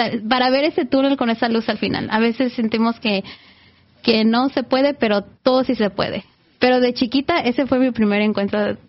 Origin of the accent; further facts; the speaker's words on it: Mexico; creo que yo la hice de chiquita en México.